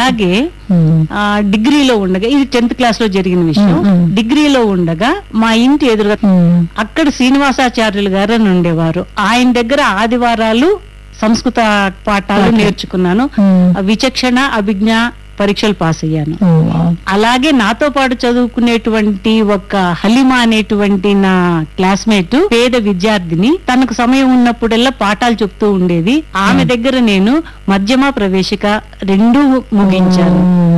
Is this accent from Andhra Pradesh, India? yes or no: yes; Anantapur, Andhra Pradesh, India; moved away as an adult; also born or lived in Madanapalle; now in Bengaluru, India; నా బాల్యం అనంతపురంలో సాగిందండి. అక్కడే స్కూల్లో చదువుకున్నాను